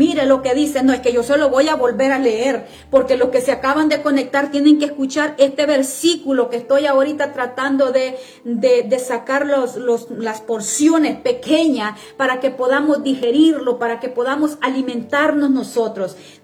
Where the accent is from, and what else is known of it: El Salvador